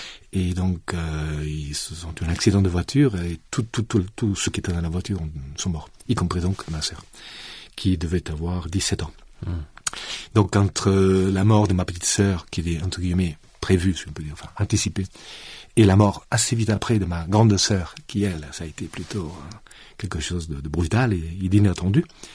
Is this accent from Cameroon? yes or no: no; Southern France, France; accent: southern French; Donc, je viens du sud de la France, en effet, mon accent le trahit parfaitement. Et donc, j'ai eu la chance de naître dans un monde de paysans.